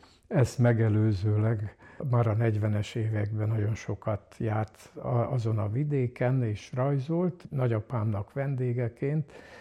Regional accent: Cluj-Napoca, Cluj County, Romania; Oda jártam, a Farkas utcában nőttem föl, egykori Betlen nemes kis palotának is lehetne mondani, ez pont középen van a Farkas utcai templom, illetve a piarista gimnázium között

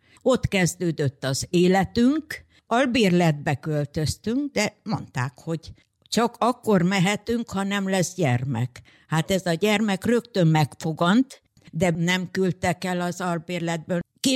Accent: Zakarpattia Oblast, Ukraine; moved away as an adult; now in Debrecen, Hungary; Férjem odavalósi ott született, én is onnan származok.

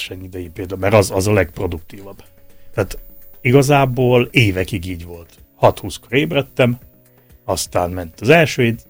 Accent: Tiszasalamon, Zakarpattia Oblast, Ukraine; olyan gyönyörű tájról, gyönyörű szűk pátriából érkezik az ember, mint Kárpátalja.

